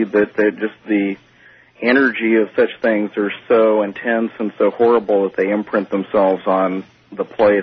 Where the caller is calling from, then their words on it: Sacramento, California, United States; from Sacramento.